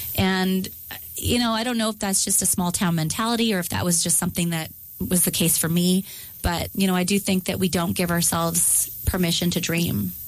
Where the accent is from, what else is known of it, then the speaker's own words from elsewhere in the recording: Dauphin, Manitoba, Canada; I think even for myself growing up in Dauphin, there were only, you know, one or two instructors.